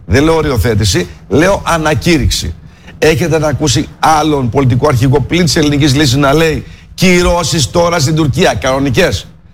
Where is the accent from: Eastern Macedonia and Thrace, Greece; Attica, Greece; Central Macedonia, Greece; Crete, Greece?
Central Macedonia, Greece; Thessaloniki; είμαι Θεσσαλονικιός εγώ.